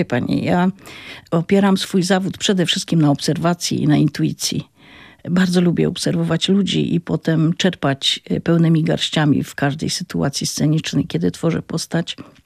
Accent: Silesian Voivodeship, Poland; accent: Silesian; że słychać mój akcent, że o, teraz powiedziałaś, o, jak zaśpiewałaś, jak po śląsku.

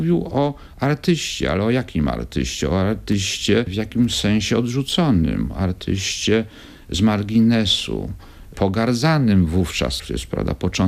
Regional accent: Gliwice, Silesian Voivodeship, Poland; Chodziłem do szkoły podstawowej i średniej w Gliwicach. Urodziłem się na Śląsku. Śląsk był czymś dla mnie naturalnym.

